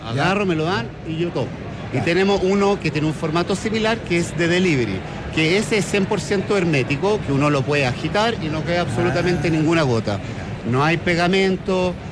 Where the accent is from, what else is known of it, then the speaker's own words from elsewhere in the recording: Chile; yo como chileno hace mucho tiempo que quise traer el producto acá.